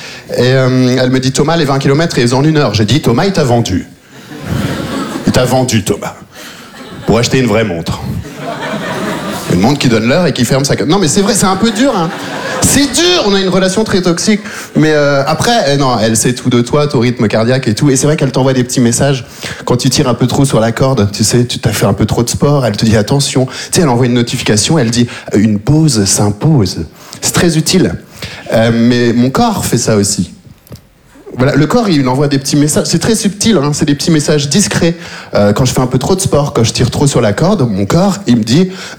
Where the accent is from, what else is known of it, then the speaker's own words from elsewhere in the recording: Belgium; Voilà, c'est vrai que je viens de Belgique. Je suis arrivé en Belgique quand j'avais 3 ans. J'ai vécu toute ma vie là-bas.